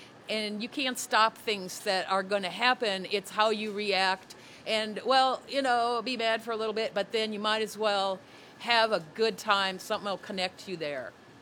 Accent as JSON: {"language": "English", "region": "Minnesota", "country": "United States", "moved": "yes", "said": "That's why I stay here. I'm originally from Minnesota. But I knew when I came here and they were fighting for the airport and boycotting the mall that I was in the right place."}